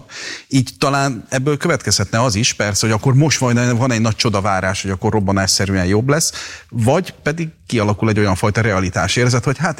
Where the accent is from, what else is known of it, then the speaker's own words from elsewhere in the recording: Szeged, Csongrád-Csanád, Hungary; Szegedi vagyok.